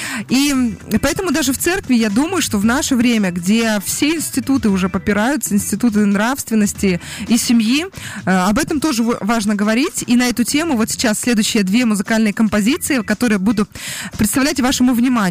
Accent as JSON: {"language": "Russian", "country": "Belarus", "said": "я из Беларуси"}